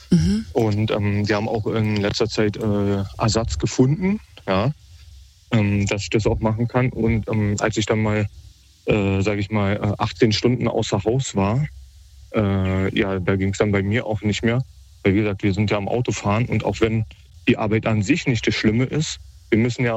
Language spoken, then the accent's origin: German; Berlin, Germany; ich komme ja aus Berlin, hier gab es im Sommer mal einen starken Sturm.